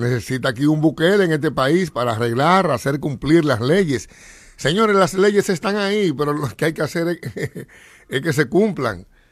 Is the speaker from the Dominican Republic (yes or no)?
yes; Dominican Republic